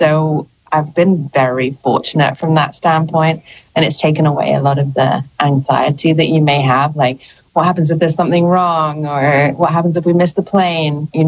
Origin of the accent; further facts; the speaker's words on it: Atlanta, Georgia, United States; Say hello to Atlanta for me. It's my hometown.